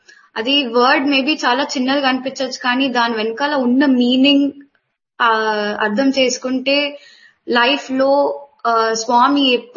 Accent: Hyderabad, Telangana, India; now in Dehradun, India; And నా home town Hyderabad. Present నేను ఇప్పుడు దేహ్రాదూన్ లో ఉంటున్నాను.

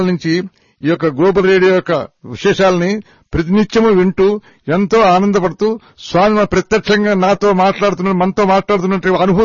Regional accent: Vijayawada, Andhra Pradesh, India; మా native place Vijayawada. నా వయస్సు 91 సంవత్సరం.

